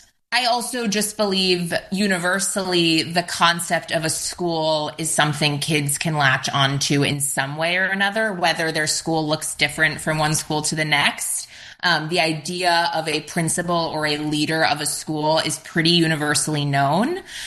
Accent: New York, United States; I grew up in New York

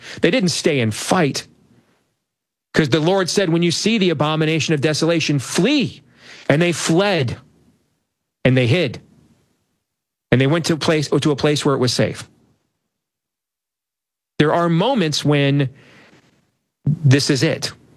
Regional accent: Iowa, United States; also born or lived in Michigan; I'll talk about my home state of Iowa, my former home state of Michigan.

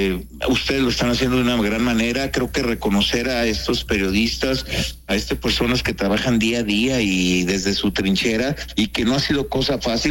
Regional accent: Torreón, Coahuila, Mexico; moved away as an adult; now in Baja California, Mexico; A mí a los 2 años me llevaron a Torreón, entonces hasta 23 años, y de ahí, bueno, viajando por la República, y ya tenemos 37 años allá en Baja California.

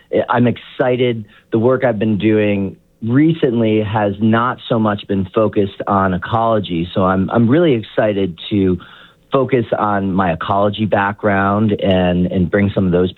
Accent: Connecticut, United States; my interest in science really started as a kid growing up in Connecticut, romping around the woods, playing in brooks, hiking in the Appalachian Mountains

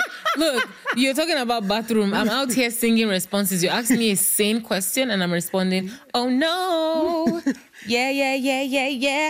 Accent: Nigeria; We come from Nigeria now. Who wants to be a musician at that time?

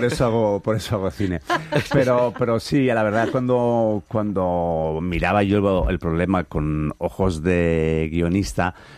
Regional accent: Valencian Community, Spain; además yo que soy valenciano, imagínate, el esperpento para mí es como el pan nuestro de cada día.

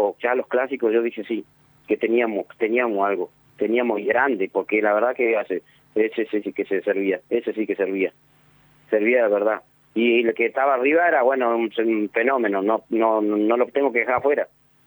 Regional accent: Entre Ríos, Argentina; now in San Isidro, Argentina; porque yo de que vine de Entre Ríos para acá me fui a Lara y me quedé ahí y volví acá a San Isidro y de acá nunca más me fui.

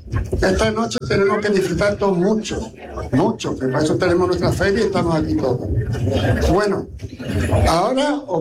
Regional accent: Palma del Río, Andalusia, Spain; moved away; para poder hablar en mi pueblo y con mi paisano y paisana. Vengo esta noche aquí después de muchos años, que tuve que salir de Palma del Río

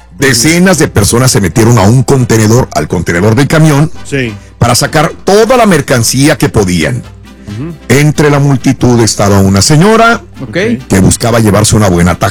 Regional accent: Mexico; hablo por México, que soy mexicano

